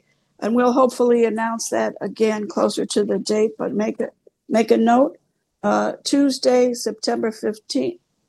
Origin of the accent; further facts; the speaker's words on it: New York City, New York, United States; Not in this area, but in my hometown of New York City.